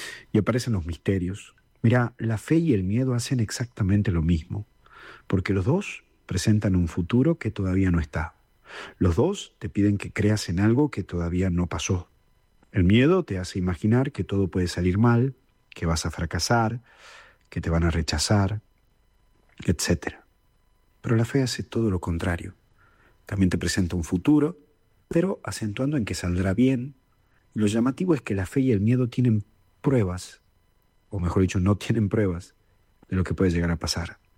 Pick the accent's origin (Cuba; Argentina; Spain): Argentina; me fui a la plaza de ahí, de Villa Luján, de donde soy.